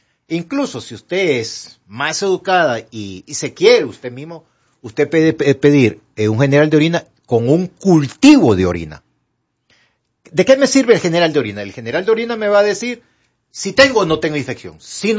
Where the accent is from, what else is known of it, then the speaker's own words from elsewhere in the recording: Honduras; Así somos los hondureños.